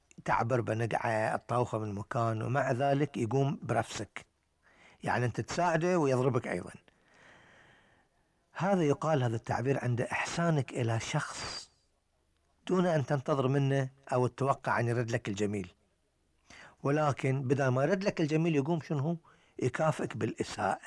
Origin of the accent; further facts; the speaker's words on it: Bahrain; عندنا في البحرين